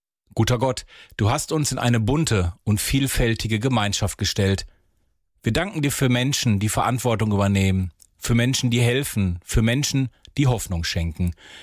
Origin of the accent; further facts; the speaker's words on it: North Rhine-Westphalia, Germany; 80 Jahre Nordrhein-Westfalen, mein Heimatland.